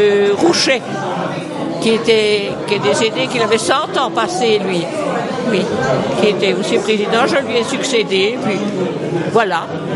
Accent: Rochefort, Nouvelle-Aquitaine, France; Nous sommes originaires de Rochefort, la commune de Rochefort, et c'est là que papa a remonté toutes des sections.

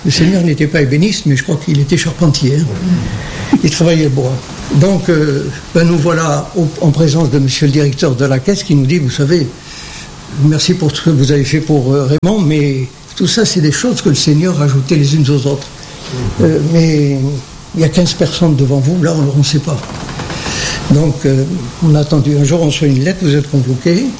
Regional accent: Algeria; moved away as an adult; now in France; Je suis d'Algérie.

